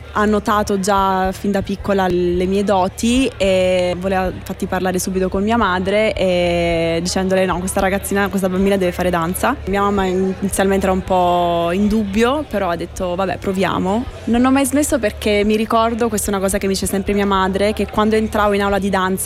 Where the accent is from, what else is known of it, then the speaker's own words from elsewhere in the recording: Pescara, Abruzzo, Italy; now in Salzburg, Austria; vengo da Pescara e questo è il mio quarto anno al Teatro Statale di Salisburgo.